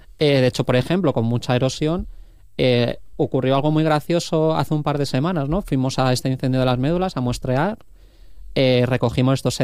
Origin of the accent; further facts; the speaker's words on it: Valencian Community, Spain; yo soy valenciano